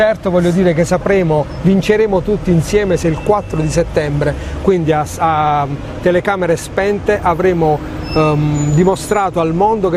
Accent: Taranto, Apulia, Italy; io sono un tarantino, c'ho una cozza a fianco al cuore

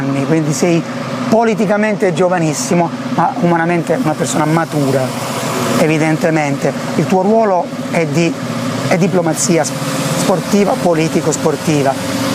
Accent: Taranto, Apulia, Italy; siamo cresciuti io a Taranto, tu a Firenze.

